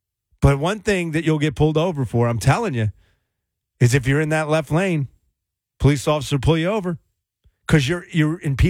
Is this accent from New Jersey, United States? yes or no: yes; New Jersey, United States; also born or lived in Willingboro, New Jersey / Jackson, New Jersey; Born and raised in New Jersey, lived in Willingboro and Jackson, and now over here in Ewing. Jersey attitude.